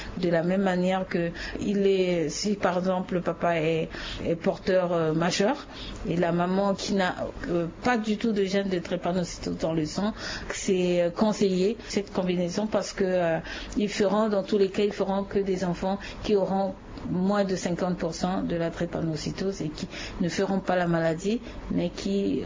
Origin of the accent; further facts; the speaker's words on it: Central African Republic; chez nous, en Centrafrique